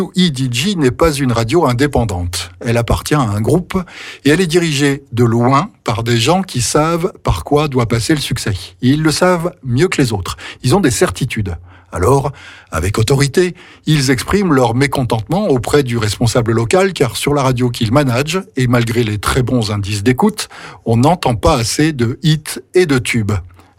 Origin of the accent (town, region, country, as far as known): France